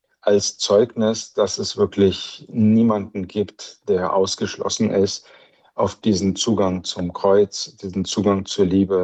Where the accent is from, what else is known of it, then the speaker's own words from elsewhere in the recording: Spain; Ich bin in Spanien groß geworden. Meine Eltern sind mit mir ausgewandert, als ich 4 Jahre alt war.